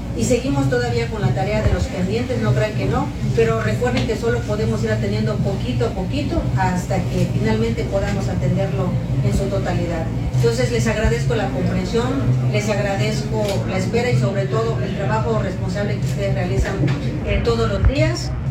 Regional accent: Tenabo, Campeche, Mexico; nosotros como somos originarios de Tenabo

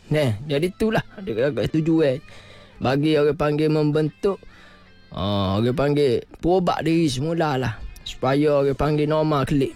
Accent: Kelantan, Malaysia; Maruah kita sebagai orang Kelantan.

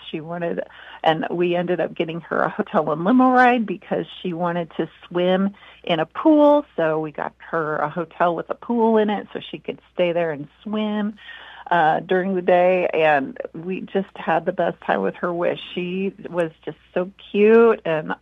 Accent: Beatrice, Nebraska, United States; we take care of kids across Nebraska, and I would love to do it for my hometown of Beatrice to grant these wishes.

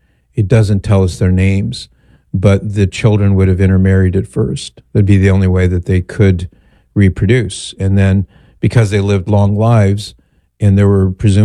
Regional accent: Mission Viejo, California, United States; Yeah, that's right. I grew up in Mission Viejo, just down the street from you.

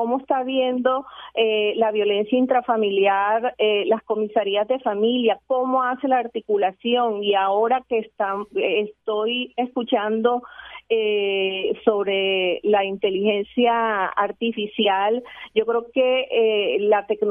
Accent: Barranquilla, Atlántico, Colombia; Yo, como barranquillera

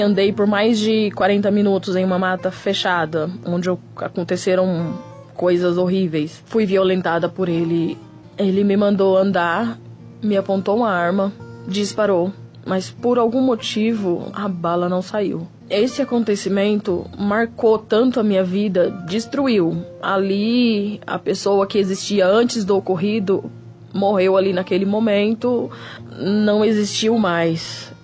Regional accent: Itapevi, São Paulo, Brazil; eu sou de Itapevi, São Paulo.

